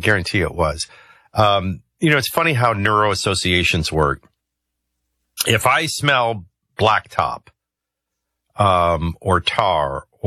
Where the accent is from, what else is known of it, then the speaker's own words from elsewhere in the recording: Arlington Heights, Illinois, United States; also born or lived in New Orleans, United States; when we moved from Chicago, now I was in Arlington Heights, suburban Chicago. My elementary schools were beautiful and big. And really for 1970, they were as nice as you could fathom. And then we moved to New Orleans